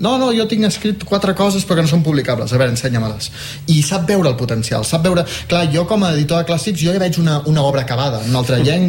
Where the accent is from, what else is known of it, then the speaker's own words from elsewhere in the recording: Andorra; he fet aquí a Andorra, perquè jo sóc d'Andorra